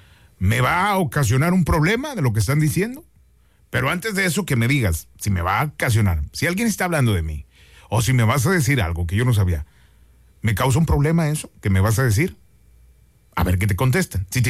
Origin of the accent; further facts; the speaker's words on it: Mexico; soy un buen mexicano, yo soy un buen mexicano, yo soy un buen mexicano.